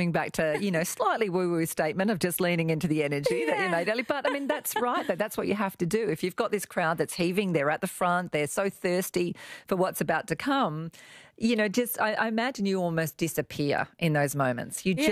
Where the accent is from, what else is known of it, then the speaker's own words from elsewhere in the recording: Brisbane, Queensland, Australia; I mean, I grew up in Brisbane and to return to it after 26 years, as I have done this year, I mean, it is a thriving, creative hub.